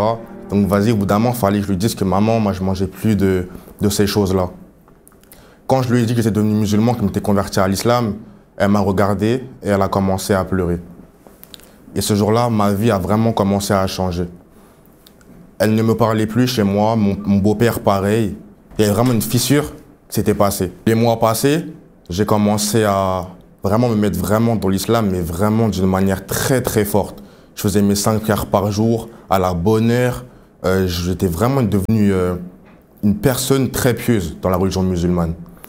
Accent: Paris, Île-de-France, France; J'ai grandi à Paris avec ma mère et pas mon père, je le connaissais pas du coup, ma petite sœur.

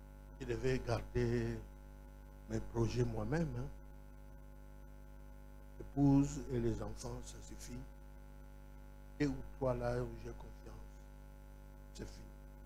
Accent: Kinshasa, DR Congo; aujourd'hui, chez nous, à Kinshasa, moi, je suis de Kinshasa.

